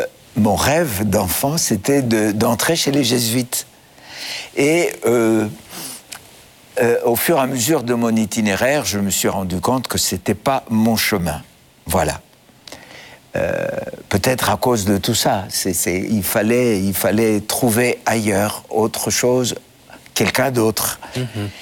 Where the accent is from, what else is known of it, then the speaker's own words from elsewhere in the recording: Athens, Attica, Greece; moved away as an adult; now in France; Comme Obélix, je suis tombé dedans quand j'étais petit, en Grèce. Ma famille était très, très chrétienne, très pratiquante. Et puis après, dans ma scolarité, pendant 12 ans, j'étais dans une école des frères maristes, mm-hmm, à Athènes.